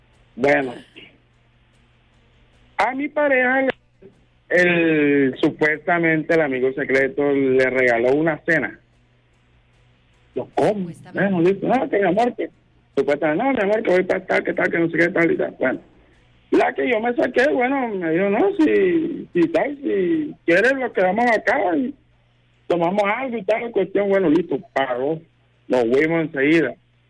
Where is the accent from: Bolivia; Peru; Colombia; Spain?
Colombia; Bolívar; O sea, yo vivo acá en Salta del Valle, pero yo soy costeño. Pero en la región momposina.